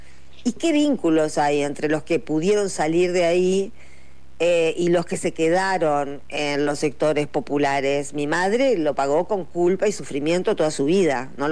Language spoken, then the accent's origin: Spanish; Quilmes, Buenos Aires Province, Argentina; yo soy de Quilmes. Me quedaba igual venir a Buenos Aires o ir a La Plata.